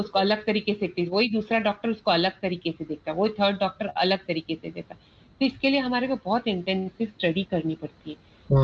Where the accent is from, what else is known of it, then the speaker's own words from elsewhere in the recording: Raipur, Chhattisgarh, India; मैं छत्तीसगढ़ रायपुर से हूँ